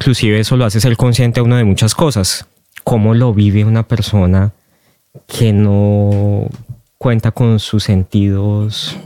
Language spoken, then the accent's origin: Spanish; Bogotá, Colombia; born there; Yo nací en Bogotá. Mi familia es de parte paterna de Bogotá, de parte materna del Quindío, de la ciudad de Armenia.